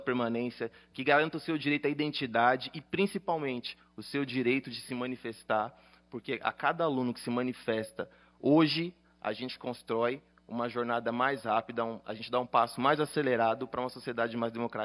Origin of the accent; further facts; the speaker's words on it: São Paulo, Brazil; born there; eu sou da Zona Leste de São Paulo, eu nasci no Jardim dos Ipês, um lugar que, de jardim de Ipê, nunca teve nada, então era favela quebrada.